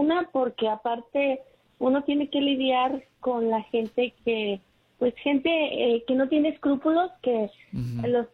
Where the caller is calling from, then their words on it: Ontario, California, United States; Pues yo vivo en Ontario